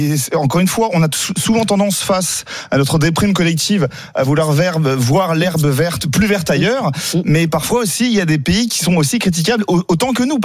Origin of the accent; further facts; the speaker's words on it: Paris, Île-de-France, France; j'aime tout particulièrement ma ville, Paris. Je suis parisien, resterai, je pense, à jamais parisien.